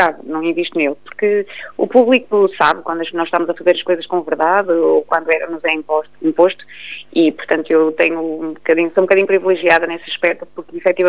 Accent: Minho, Portugal; Eu sou minhota

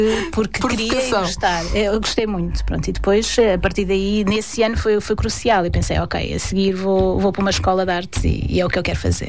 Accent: Lisbon, Portugal; born there; Eu nasci em Benfica, na casa da minha avó, e vivi lá até aos 9 anos.

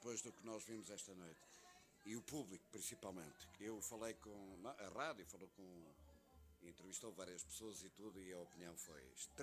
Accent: Beira, Portugal; Somos da Beira. Somos beirões como a Rádio Copa da Beira para o mundo.

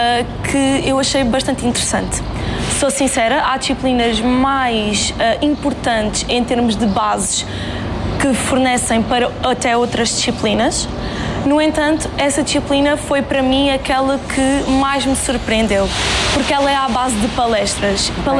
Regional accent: Faro, Algarve, Portugal; tenho 23 anos, sou daqui de Faro

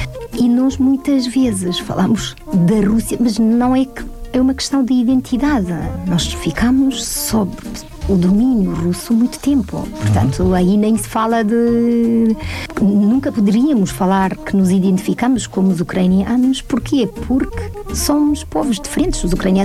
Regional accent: Moldova; Portuguese is a second language; now in Portugal; E assim, eu também, quando saí da Moldávia, saí para... escolhi a Europa e Portugal porque gosto da liberdade.

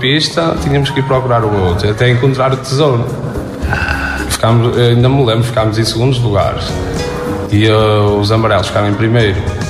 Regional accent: São Pedro da Cova, Porto, Portugal; eu era raro vir aqui para o Porto, porque eu sou de São Pedro da Cova

